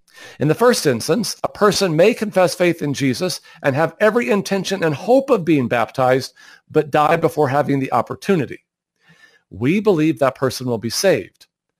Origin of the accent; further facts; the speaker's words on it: Iowa, United States; I'm from Iowa.